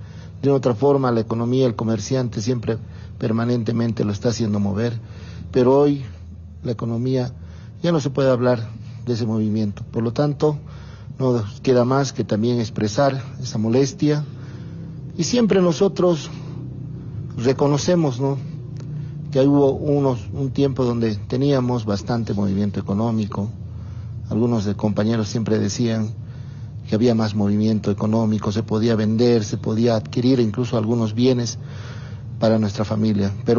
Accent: La Paz, Bolivia; now in Cochabamba, Bolivia; Yo también vengo de estos lugares, vivo en Cochabamba

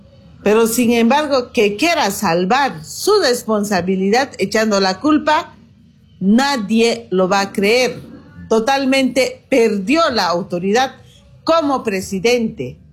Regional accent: Bolivia

